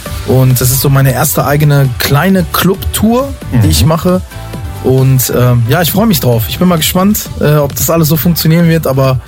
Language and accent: German; North Rhine-Westphalia, Germany; Also ich bin aus dem Sauerland jetzt auch hier hingekommen.